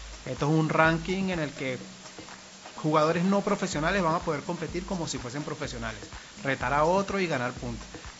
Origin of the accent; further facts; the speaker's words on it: Guatire, Miranda, Venezuela; born there; also born or lived in Caracas / Panama City; soy de Guarenas, soy de Guatire, soy de acá. Nací en Caracas, pero 25 años viviendo acá, ya prácticamente soy de acá.